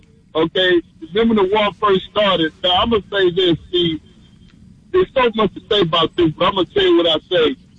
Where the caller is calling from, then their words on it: Houston, Texas, United States; I'm from Houston, real.